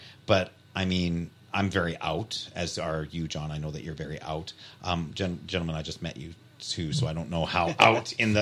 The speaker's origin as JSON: {"language": "English", "region": "Alberta", "country": "Canada", "moved": "as an adult", "lives_now": "Vancouver, Canada", "said": "I'm from Alberta, so I only have that frame of reference. I never hit Vancouver until I was in my 40s."}